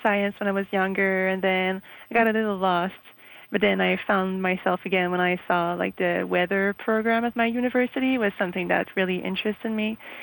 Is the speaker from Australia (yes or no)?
no; Drummondville, Quebec, Canada; moved away as an adult; also born or lived in Montreal; now in Gander, Canada; I am from a small city called Drummondville in the province of Quebec.